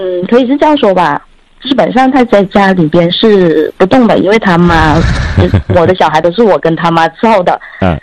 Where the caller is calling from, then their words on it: Guangxi, China; 我是广西的。